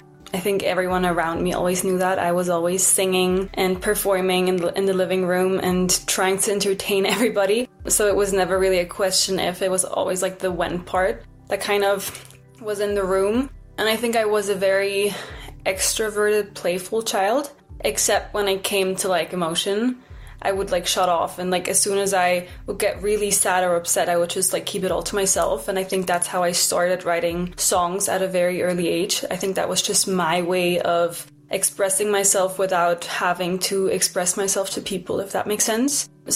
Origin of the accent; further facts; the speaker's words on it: Zurich, Switzerland; I'm born and raised in Zurich. I still live in Zurich, but I'm very lucky and fortunate to travel around with my music a lot of the time.